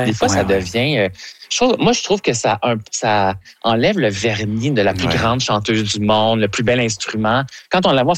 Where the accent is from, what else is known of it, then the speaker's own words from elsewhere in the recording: Quebec, Canada; on est Québécois